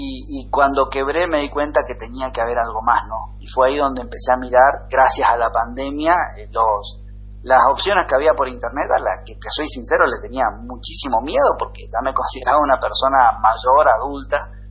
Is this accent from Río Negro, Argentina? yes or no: no; Machagai, Chaco, Argentina; yo soy de Manchagay